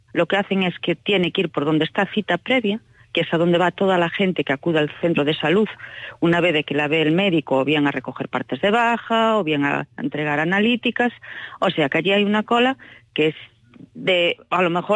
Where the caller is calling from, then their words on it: Vilagarcía de Arousa, Galicia, Spain; Pues yo llamo desde Vila García de Arousa.